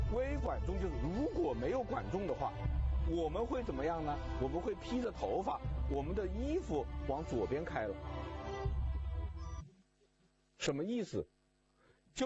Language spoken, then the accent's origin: Chinese; China; 我们中国人，或者说华人